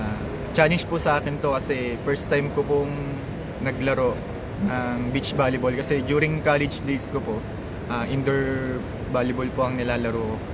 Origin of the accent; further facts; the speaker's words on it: Meycauayan, Central Luzon, Philippines; Mikawayan, Bulacan.